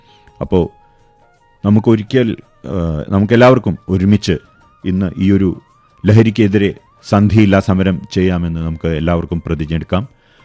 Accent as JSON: {"language": "Malayalam", "town": "Melattur", "region": "Kerala", "country": "India"}